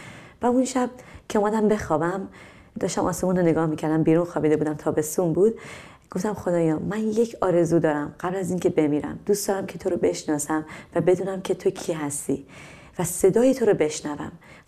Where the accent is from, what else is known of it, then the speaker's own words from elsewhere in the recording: Iran; من از یه خانواده مذهبی خیلی شدیدی هستم توی ایران و توی خانواده بزرگ شدم